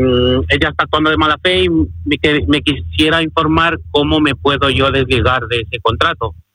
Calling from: Madrid, Community of Madrid, Spain; llamo desde Vallecas.

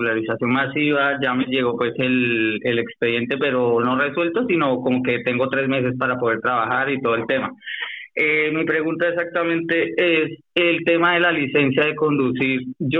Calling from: Madrid, Community of Madrid, Spain; Desde Madrid.

